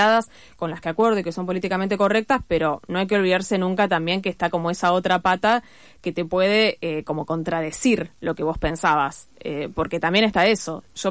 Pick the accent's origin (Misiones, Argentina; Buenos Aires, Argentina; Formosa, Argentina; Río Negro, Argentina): Buenos Aires, Argentina; yo soy de Saavedra